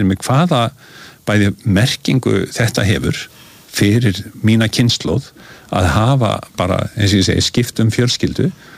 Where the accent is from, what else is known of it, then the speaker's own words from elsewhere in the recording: Reykjavík, Capital Region, Iceland; Þú veist, ég alinn upp í Vesturbænum, bara hjá millistéttarfjölskyldu, foreldrar mínir afskaplega lágstemmt fólk, faðir mér var atvinnurekandi